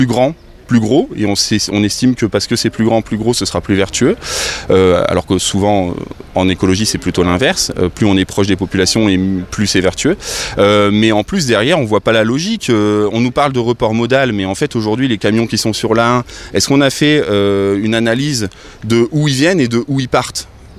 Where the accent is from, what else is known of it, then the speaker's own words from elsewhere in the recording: Oisille-le-Verger, Hauts-de-France, France; also born or lived in Douai; je suis pas né ici, je suis né à Douai, mais j'ai fait de 6 ans à 22 ans Oisille-le-Verger, j'ai habité ici, donc je connais bien